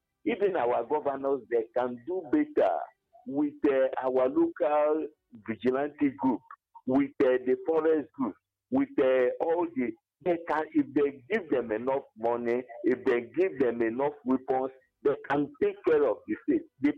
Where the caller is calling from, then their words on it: Abani, Enugu State, Nigeria; I'm calling from Abani, Enugu.